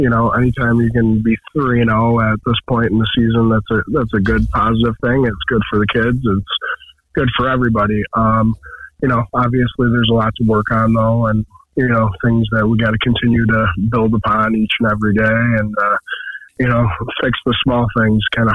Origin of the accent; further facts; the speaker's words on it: Caledonia, New York, United States; I'm from Caledonia. My family's from Leroy, so I know a heck of a lot because I get a lot of phone calls from the family.